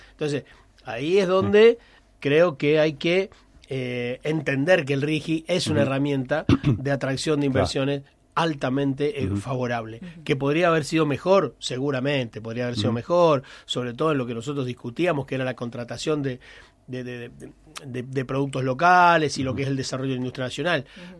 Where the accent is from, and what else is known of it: Argentina